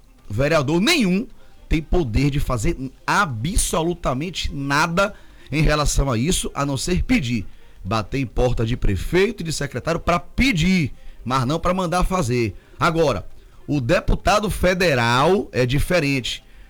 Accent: Itabuna, Bahia, Brazil; a vontade de Itabuna de voltar a ter um deputado federal filho da terra.

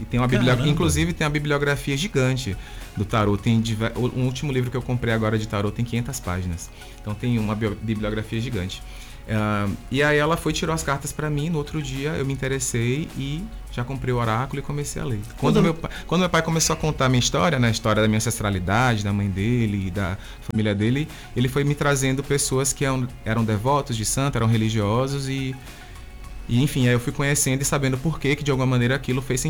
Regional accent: Itabuna, Bahia, Brazil; Isso, nasci e me criei aqui no São Caetano.

